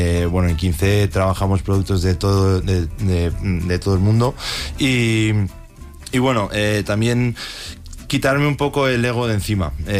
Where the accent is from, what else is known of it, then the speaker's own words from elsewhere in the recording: Madrid, Community of Madrid, Spain; also born or lived in United States; Nacimos todos en Estados Unidos, pero siempre hemos vivido aquí en Madrid